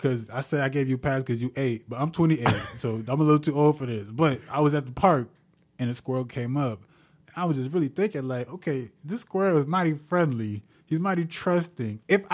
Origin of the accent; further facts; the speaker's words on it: Illinois, United States; Like, I was born and raised in Illinois